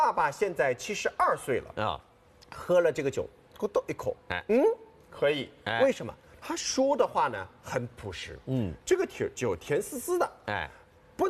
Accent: Hangzhou, Zhejiang, China; 我是杭州人嘛。

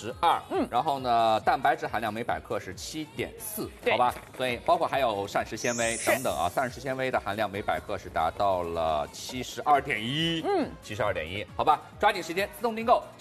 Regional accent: Shanghai, China; 我经常会看到一些老奶奶，然后会以前小的时候在弄堂里面，然后生一个煤炉，然后在那儿上面架了一口锅在炖银耳汤

